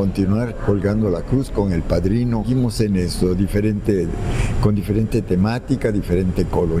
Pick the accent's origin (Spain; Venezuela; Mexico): Mexico; Veracruz; Lo hacemos siempre con la conciencia de que vamos a seguir la tradición y no olvidarnos que somos veracruzanos.